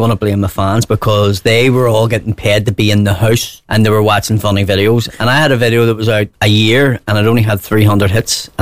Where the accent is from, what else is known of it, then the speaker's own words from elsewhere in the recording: Belfast, Northern Ireland, United Kingdom; I'm from West Belfast